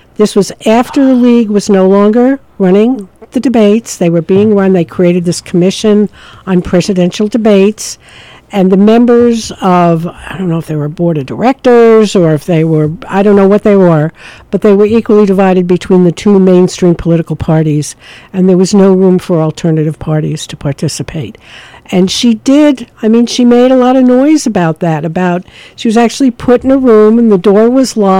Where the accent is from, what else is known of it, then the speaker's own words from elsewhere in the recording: Long Island, New York, United States; at Hofstra College, which is near where I grew up on Long Island.